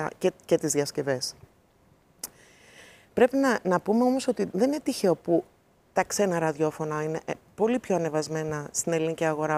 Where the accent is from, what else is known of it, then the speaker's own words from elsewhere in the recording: Greece; born there; Greek is a second language; είμαι από άλλη χώρα και μεγαλώνοντας στην Ελλάδα, που δεν μιλούσα καλά ελληνικά